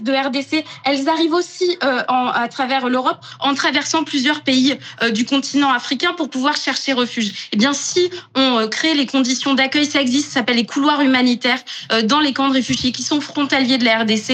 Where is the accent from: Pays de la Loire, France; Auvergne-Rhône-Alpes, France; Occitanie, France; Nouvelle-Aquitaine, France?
Nouvelle-Aquitaine, France; Moi, j'ai grandi en Gironde.